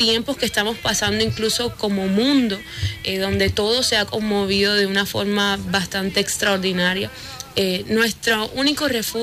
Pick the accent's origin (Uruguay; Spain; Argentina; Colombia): Colombia; Yo soy de Colombia